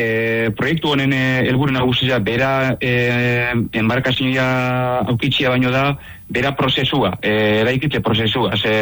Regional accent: Lekeitio, Basque Country, Spain

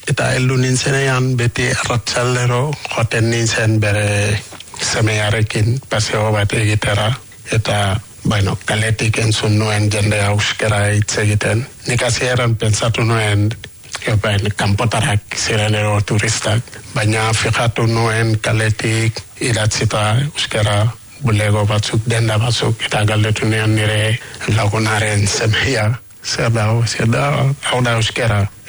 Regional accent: Senegal; moved away as an adult; now in Basque Country, Spain; nik arantzale izan nintzen Senegalen, 12 urte lan egin nuen itxasoan

